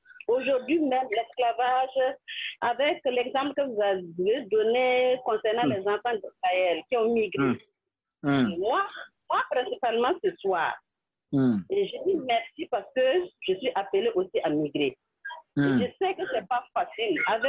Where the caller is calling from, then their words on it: Burkina Faso; Ici, c'est le Burkina. J'appelle depuis le Burkina.